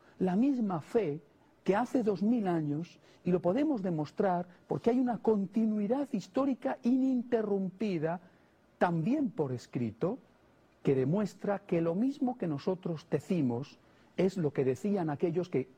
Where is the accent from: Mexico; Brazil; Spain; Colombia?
Spain; al menos en mi país, en España